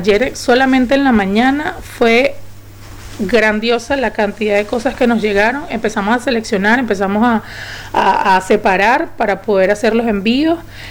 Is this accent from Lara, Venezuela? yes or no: yes; Barquisimeto, Lara, Venezuela; moved away as an adult; now in Treinta y Tres, Uruguay; soy venezolana de la ciudad de Barquisimeto. Tengo 8 años acá en Uruguay, tengo 6 años acá en 33.